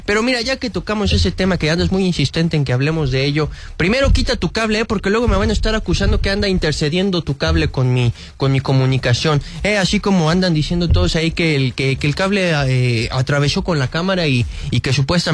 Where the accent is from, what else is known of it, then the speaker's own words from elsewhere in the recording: Mexico; no sé si somos nosotros los mexicanos los salados